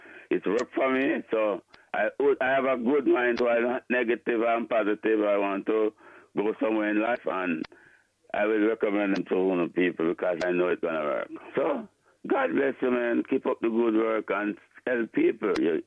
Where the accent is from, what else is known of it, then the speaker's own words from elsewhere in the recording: Jamaica; This is a gift, and I'm a Jamaican, and I please the work what you're doing for Jamaica.